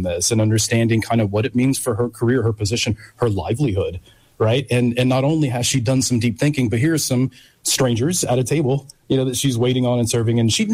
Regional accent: Jacksonville, Florida, United States; now in Tallahassee, United States; I grew up in Jacksonville, a little bit further south.

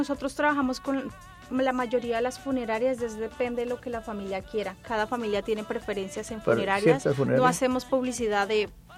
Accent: Colombia; now in Ventura County, United States; Soy colombiana

